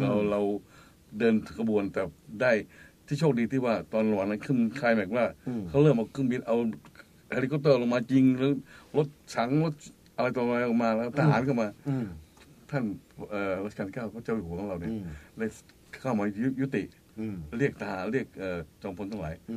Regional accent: Bangkok, Thailand; born there; ผมเกิดที่กรุงเทพนี่แหละ

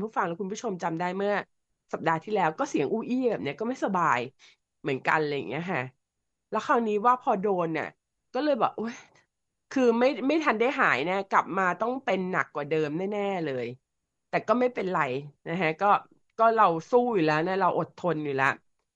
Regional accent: Bangkok, Thailand; เราเป็นคนกรุงเทพ

